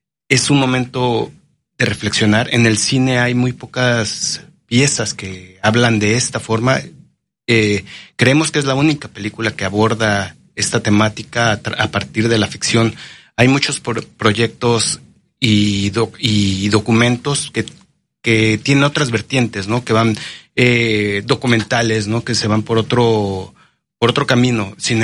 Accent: Mexico City, Mexico; Yo no soy de Veracruz, soy de la Ciudad de México

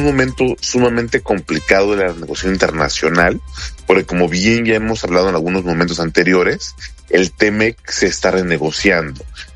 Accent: Mexico

